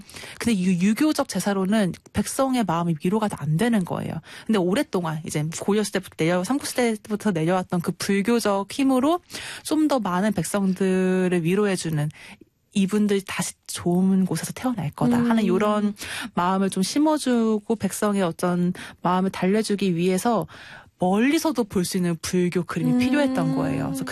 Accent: South Chungcheong, South Korea; born there; moved away; 제 본가가 충청남도에 있거든요.

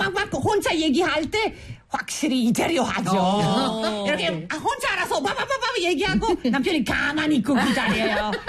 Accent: Italy; first language Italian; Korean is a second language; moved away as an adult; also born or lived in Belgium; now in South Korea; 제 모국어 이탈리아어. 네. 그리고 제일 잘 아는 외국어 아마 영어. 네. 그리고 세 번째로 프랑스어.

